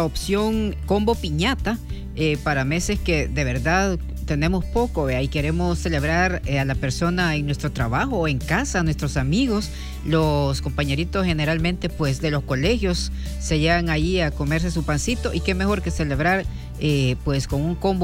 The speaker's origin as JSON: {"language": "Spanish", "country": "El Salvador", "said": "nosotros como salvadoreños"}